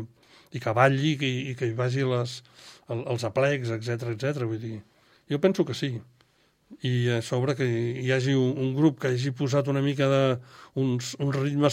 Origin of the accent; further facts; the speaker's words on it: Barcelona, Catalonia, Spain; born there; Vaig néixer a Barcelona i he viscut a fora per estudis i tal, però sí, sóc de Barcelona i visc a Barcelona. Sóc dels privilegiats que visc a Barcelona.